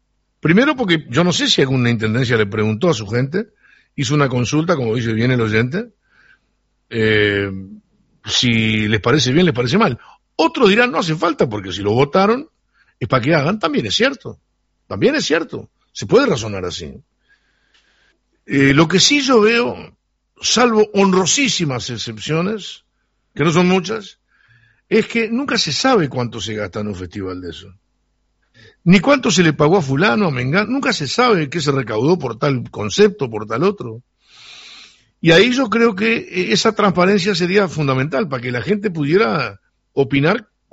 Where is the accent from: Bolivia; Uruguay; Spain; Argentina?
Uruguay